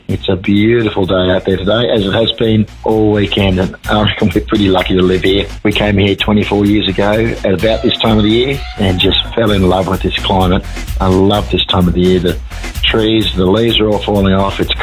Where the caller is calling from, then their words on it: Tamworth, New South Wales, Australia; it's not so bad living in Tamworth, nor is it so bad living in Australia.